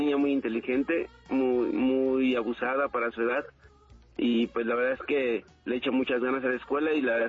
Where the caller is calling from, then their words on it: Mexico City, Mexico; De Nápoles, acá en la del Valle.